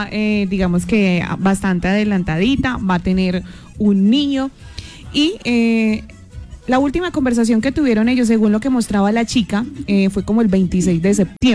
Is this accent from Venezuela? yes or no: no; Colombia; lo que somos nosotros los colombianos, cómo hablamos, la cultura que tenemos.